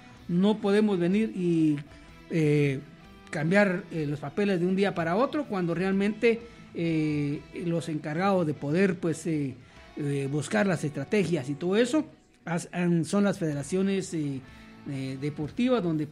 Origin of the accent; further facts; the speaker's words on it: Guatemala; nosotros como guatemaltecos